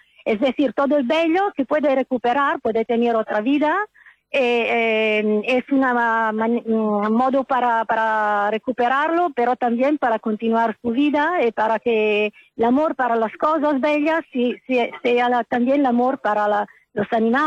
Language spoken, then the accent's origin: Spanish; Milan, Lombardy, Italy; Spanish is a second language; moved away as an adult; now in Es Migjorn Gran, Spain; en mi casa, en Milán. Yo soy italiana. Cuando me mudé a Esmichorgran